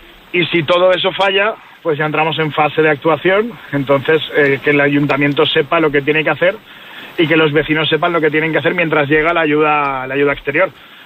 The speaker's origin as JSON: {"language": "Spanish", "town": "Valencia", "region": "Valencian Community", "country": "Spain", "said": "Pero yo, por ejemplo, soy de Valencia y en mi tierra hay muy poquitas empresas que se dediquen a obra forestal"}